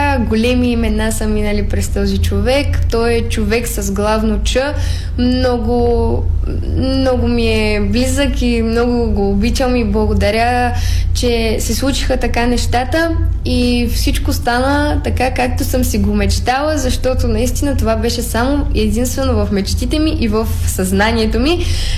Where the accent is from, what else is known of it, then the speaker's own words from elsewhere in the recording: Dobruja, Bulgaria; аз съм от Добруджа